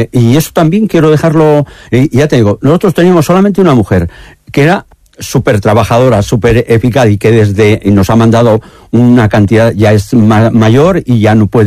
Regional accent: Aranda de Duero, Castile and León, Spain; yo, como decía, yo vengo de Aranda de Duero. En nuestra zona solamente había una mujer.

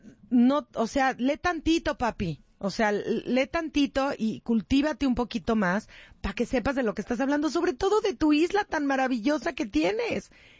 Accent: Mexico

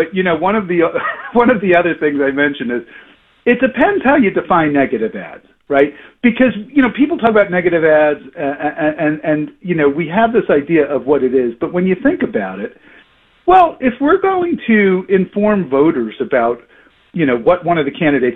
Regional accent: United States; As an American

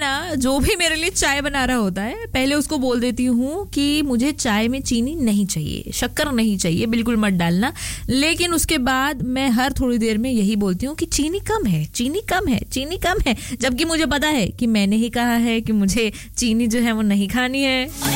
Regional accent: Bhopal, Madhya Pradesh, India; मैं भोपाल से हूँ

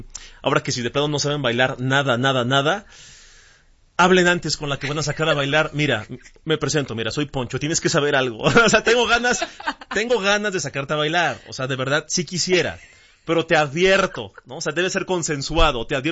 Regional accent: Mexico; somos los mexicanos, los latinos en general.

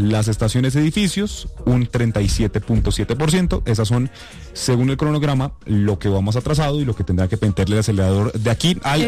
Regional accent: Bogotá, Colombia; born or raised there

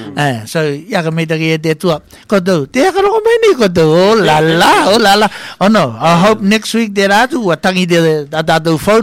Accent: Australia; I don't know the data because I'm Aussie anyway.

